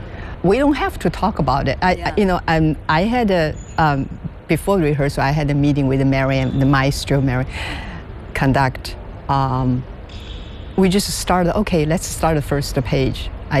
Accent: Hangzhou, Zhejiang, China; moved away; I see the mountains, I see the landscape of my hometown, Hangzhou.

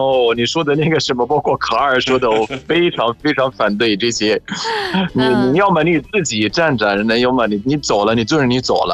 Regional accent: Egypt; Chinese is a second language; 比如说你看排队这个，我们埃及人有自己的规矩

